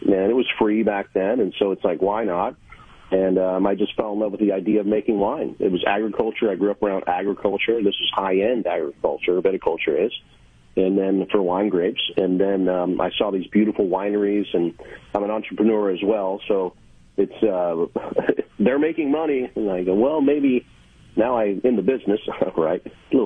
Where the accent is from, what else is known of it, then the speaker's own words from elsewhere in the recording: Wenatchee, Washington, United States; in my hometown of Wenatchee, Washington, hometown salute, Apple Capital of the World